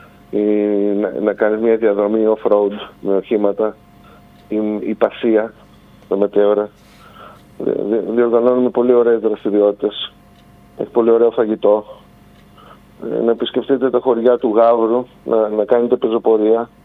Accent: Kalambaka, Thessaly, Greece; εμείς που ζούμε και μεγαλώσαμε στην Καλαμπάκα, σας πληροφορώ ότι δεν έχουμε ανακαλύψει όλες τις περιοχές. Εγώ έφτασα κοντά, είμαι 47 χρονών

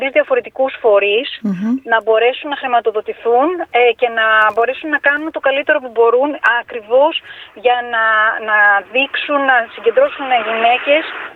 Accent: Greece; σε ένα κληροδότημα στο χωριό μου στη Θήλια

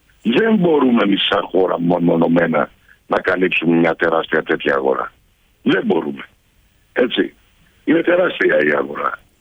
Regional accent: Greece; εμείς σαν Έλληνες

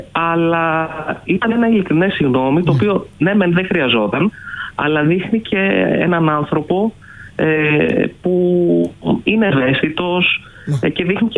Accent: Greece

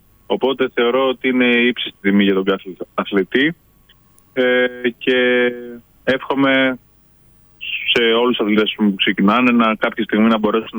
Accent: Greece; ως Έλληνες το πάθος μας είναι αυτό που μας ξεχωρίζει.

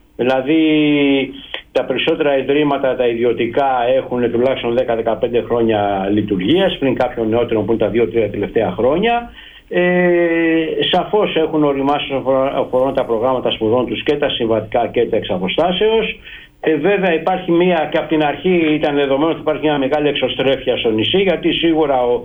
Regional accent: Paphos District, Cyprus; και στη Δυτική, στην Πάφο, στα μέρη μας

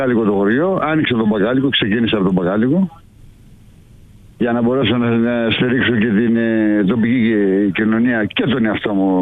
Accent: Athens, Attica, Greece; born there; moved away as an adult; now in Pogoni, Greece; η καταγωγή μου είναι από εδώ, οι καταβολές μου δηλαδή, οι ρίζες μου, να το πω πιο απλά. Ήταν από εδώ, απλά γεννήθηκα στην Αθήνα.

